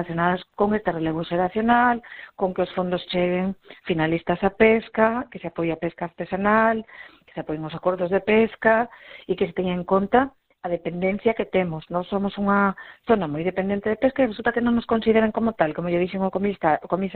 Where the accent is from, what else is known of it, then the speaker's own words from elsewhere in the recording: Vigo, Galicia, Spain; pois como eurodiputada galega de Vigo, ademais, de Vigo